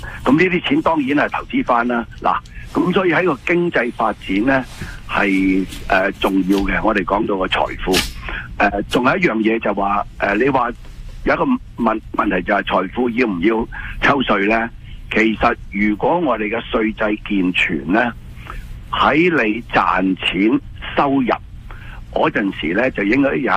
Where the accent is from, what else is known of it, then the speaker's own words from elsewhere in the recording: Hong Kong; now in Canada; 我哋香港人